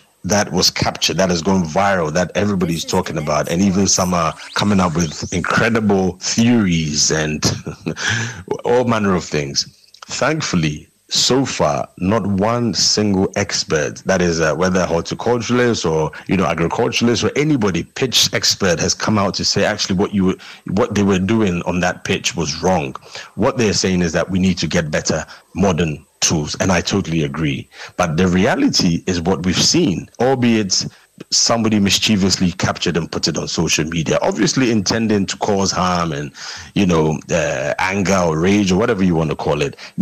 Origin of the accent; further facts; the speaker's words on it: Ghana; I'm a Ghanaian, and I would love to.